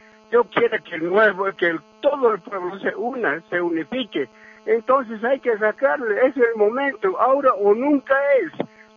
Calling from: La Paz, Bolivia; estoy hablando de aquí, de La Paz, de La Ollava.

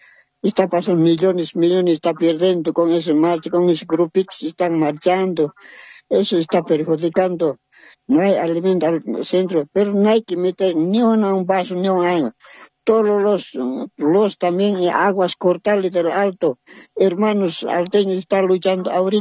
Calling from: Cochabamba, Bolivia; estoy llamando de Cuchabamba.

